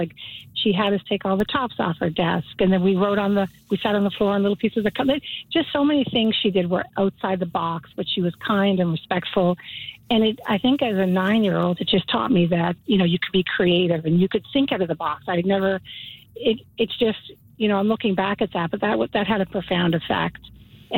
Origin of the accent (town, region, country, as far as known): Sydney, Nova Scotia, Canada; born there